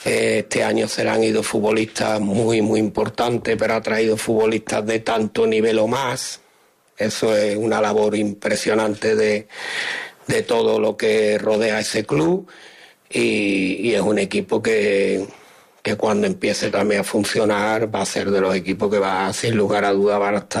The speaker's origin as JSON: {"language": "Spanish", "country": "Spain", "lives_now": "Ceuta, Spain", "said": "como español te llena de orgullo, y como caballa que me considero también"}